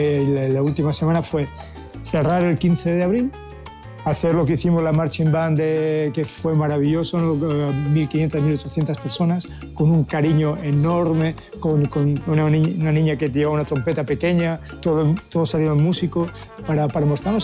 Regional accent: Gandía, Valencian Community, Spain; moved away as an adult; now in Madrid, Spain; yo llevo 33 años aquí, en Madrid, yo soy de Gandía, de Valencia, pero me siento madrileño.

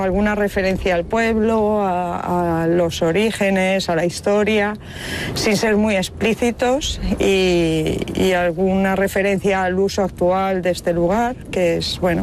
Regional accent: Baiona, Galicia, Spain; Yo soy de Bayona, entonces hay aquí como muchos condicionantes que confluyen en el mural.

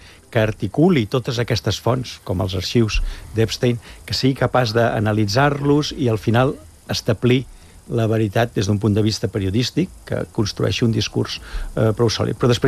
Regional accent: Catalonia, Spain; com a catalans

